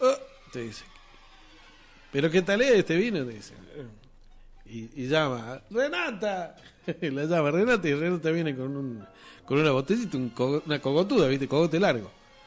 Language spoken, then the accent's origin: Spanish; Argentina; Bueno, soy argentino.